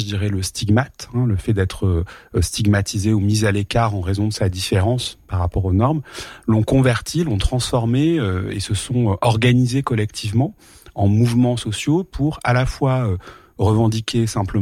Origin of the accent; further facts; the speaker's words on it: Portes-lès-Valence, Auvergne-Rhône-Alpes, France; moved away as an adult; also born or lived in Lyon / Montreal / New York; now in Paris, France; Alors moi, je suis né à Valence et j'ai grandi à Portes-les-Valences. Plutôt dans la plaine de Valence, on va dire. C'était plutôt ça l'endroit dans lequel j'ai vécu jusqu'à mes 18 ans avant de quitter la région pour faire mes études.